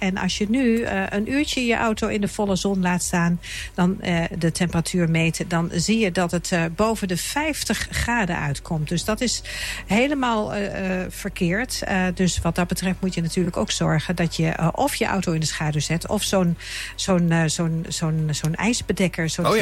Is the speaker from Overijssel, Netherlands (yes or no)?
yes; Overijssel, Netherlands; ik kom uit Twente